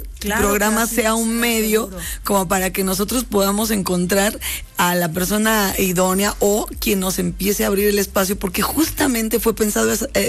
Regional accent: Puebla, Mexico; y la elegimos justamente porque los 4 somos poblanos

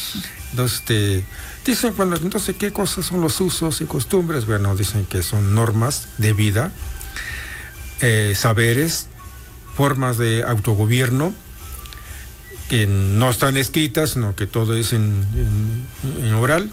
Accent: Mixteca, Mexico; moved away; allá en mi pueblo, la región mixteca

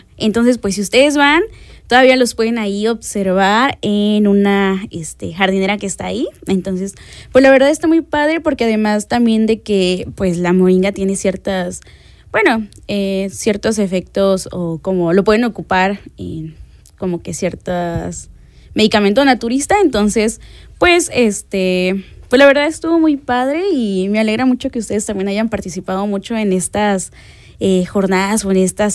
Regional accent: Amatitlán, Mexico; Al igual en mi comunidad, yo soy de Amatitlán

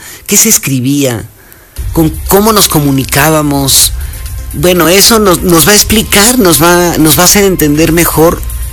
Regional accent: Puebla, Mexico; Cómo hemos recorrido como poblanos

